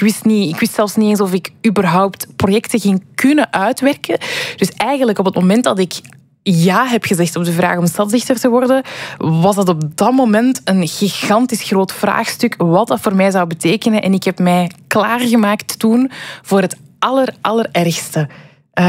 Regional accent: Antwerp, Flanders, Belgium; Voor mij is dat echt mijn jeugd in Deurne. Ik ben ook van Deurne.

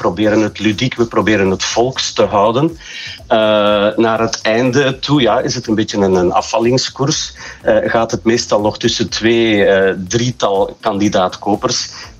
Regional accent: Terhalfene, Flanders, Belgium; Nu, onze bijnaam, wij zijn zotten van Terhalfenen. Wij zijn niet gek, maar wij maken heel veel plezier.

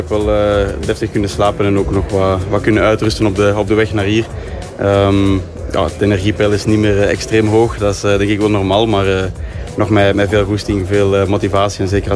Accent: Aalst, Flanders, Belgium; born there; Ja, kijk er wel echt naar uit om hier in mijn geboortestad nog eens te kunnen koersen, want dat is toch al ondertussen 7 jaar geleden, dus lang geleden.

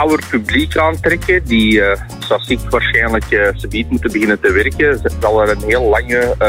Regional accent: Belgium

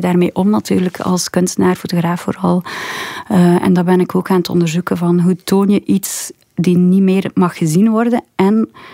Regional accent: Ingooigem, Flanders, Belgium; born there; De plaats waar Stijn Streuvels gewoond heeft. En dat is ook mijn geboortedorp eigenlijk in Gooichem.

